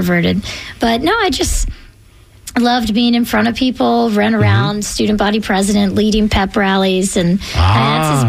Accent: Tallahassee, Florida, United States; I think it was from growing up in Tallahassee and seeing that mega FSU experience.

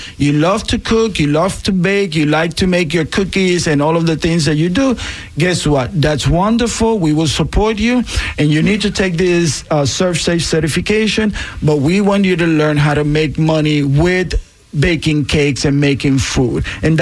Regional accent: Puerto Rico; accent: Puerto Rican; I'm going to say Latinos because I am Latinos. You can hear my Puerto Rican accent.

